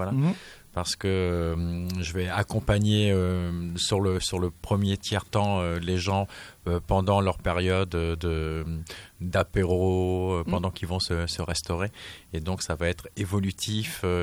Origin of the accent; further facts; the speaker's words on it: Carcassonne, Occitanie, France; Je suis originaire de Carcassonne.